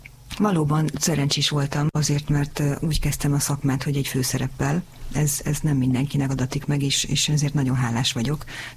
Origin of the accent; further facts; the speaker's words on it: Hungary; ebben a társadalomban élek, ebben a társadalomban nőttem fel.